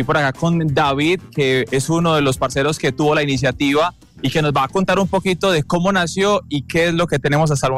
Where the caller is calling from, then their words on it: Medellín, Antioquia, Colombia; estamos por acá en el sector de Laureles.